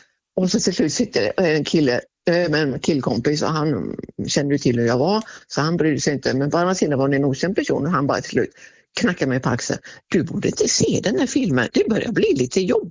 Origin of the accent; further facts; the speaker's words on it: Sweden; Jag är ju svensk, ja, absolut i mitt själ och hjärta